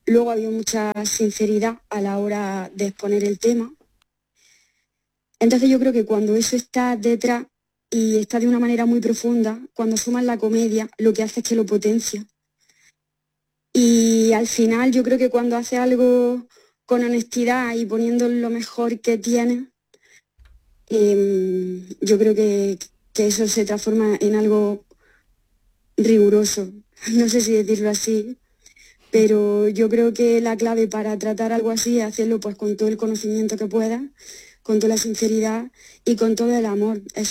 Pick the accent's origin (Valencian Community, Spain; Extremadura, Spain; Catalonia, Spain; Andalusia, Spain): Andalusia, Spain; Úbeda; moved away